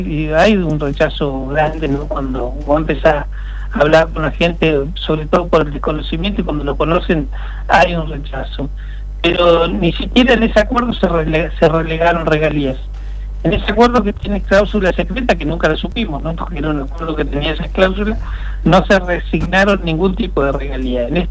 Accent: Neuquén, Argentina; nosotros somos neuquinos.

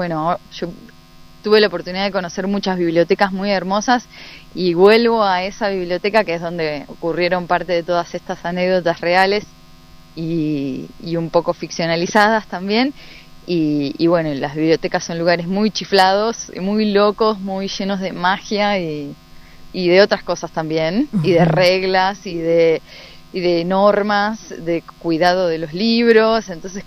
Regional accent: Trevelin, Chubut, Argentina; le pregunté a la bibliotecaria de acá, de la biblioteca popular de mi pueblo, de Trevelin

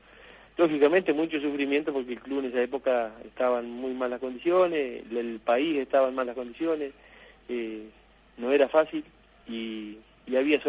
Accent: Argentina; moved away as an adult; Yo soy de Conelías, me vine en el año 97, me vine a trabajar a esta ciudad.

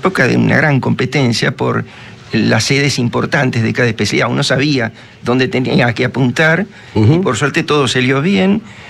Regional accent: Mar del Plata, Buenos Aires Province, Argentina; Yo nací, o sea, nací en La Plata. Mi familia se trasladó inmediatamente a Mar del Plata. Ahí transcurrió mi niñez, mi adolescencia.

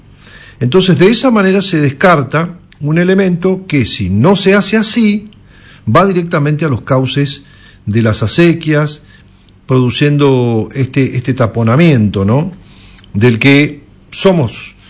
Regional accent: Mendoza, Argentina; Eso son todas cuestiones ambientales que tenemos que replantearnos como mendocinos.

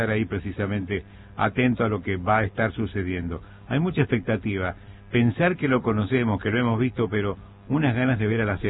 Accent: Argentina; nosotros como argentinos

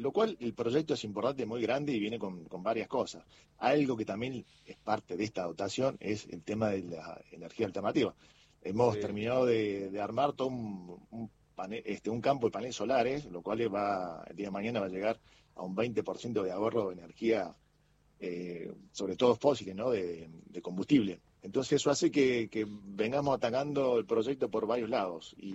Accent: Argentina; Obviamente, como todos, somos argentinos y cada uno con su cábala, como todo, ¿viste?

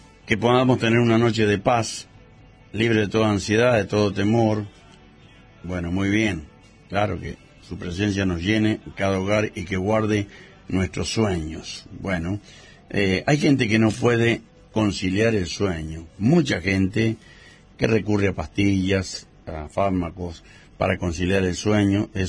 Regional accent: Cuyo, Argentina; Yo soy cuyano, pero de pura cepa.

